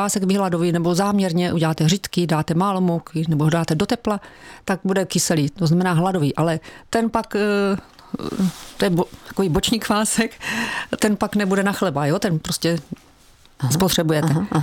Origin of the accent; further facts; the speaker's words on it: Moravia, Czechia; protože jsem přijela z Moravy, u nás se pije slivovička